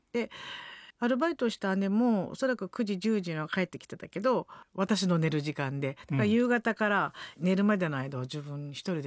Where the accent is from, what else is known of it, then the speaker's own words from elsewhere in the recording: Saitama, Japan; born there; 私4姉妹なんですね、で、埼玉県で生まれて、